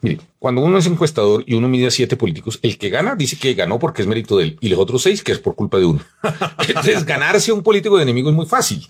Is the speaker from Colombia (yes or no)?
yes; Bogotá, Bogotá D.C., Colombia; Pues yo nací en un inquilinato en Fontibón. Viví en Kennedy, en el barrio de las Américas. Luego viví en el barrio Bavaria. Luego viví en el Bosque Popular.